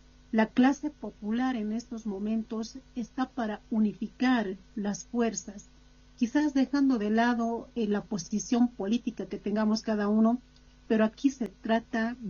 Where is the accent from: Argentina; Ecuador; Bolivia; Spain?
Bolivia; todos somos bolivianos